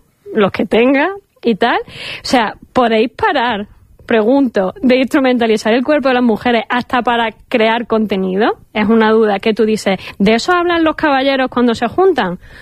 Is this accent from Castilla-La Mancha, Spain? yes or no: no; Andalusia, Spain; Yo soy andaluza, never forget